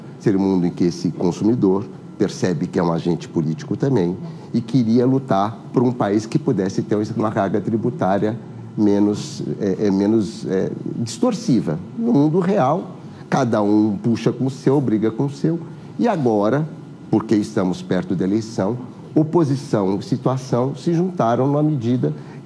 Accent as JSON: {"language": "Portuguese", "country": "Brazil", "said": "nós brasileiros"}